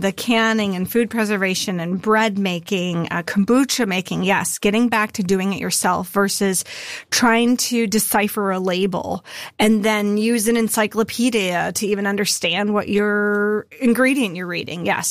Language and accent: English; Midwest, United States; Even though I was from the Midwest for 48 years, I really knew that my reach was getting wider and had a larger breadth.